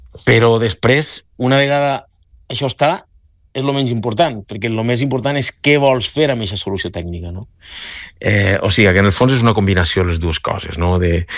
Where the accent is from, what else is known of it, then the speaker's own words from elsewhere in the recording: Altea, Valencian Community, Spain; Jo soc nascut al TEA i soc al TEA